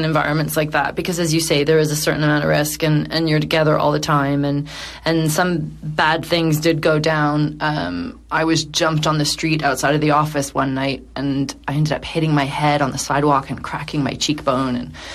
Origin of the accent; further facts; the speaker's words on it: Canada; as a Canadian, you know, I had traveled, but I'd never been to somewhere that I would consider a conflict zone